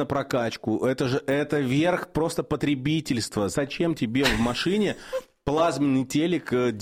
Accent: Izhevsk, Udmurtia, Russia; а я сижу это из Ижевска смотрю

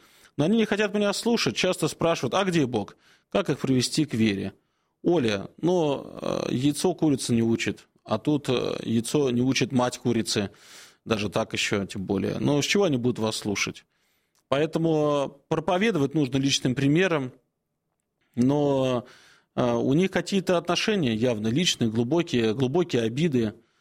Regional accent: Moscow, Russia; Так как речь про Москву, а это моя родина, мой родной город, Богдан.

